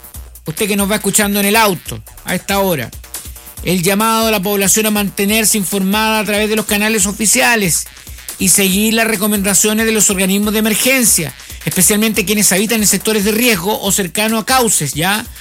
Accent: Chile; somos porfiados los chilenos

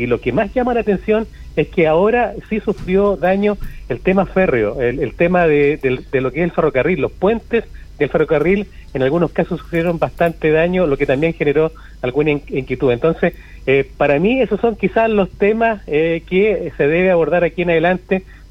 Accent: Chile; somos chilenos

